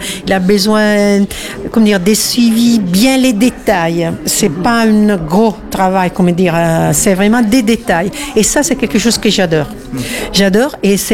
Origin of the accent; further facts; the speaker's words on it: Italy; accent: Italian; French is a second language; moved away as an adult; also born or lived in Rome; now in France; comme évident dans mon prononciation, je ne suis pas français, je suis italienne.